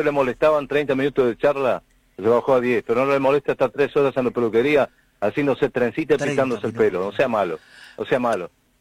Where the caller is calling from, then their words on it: Uruguay; No, yo soy más uruguayo que los jugadores.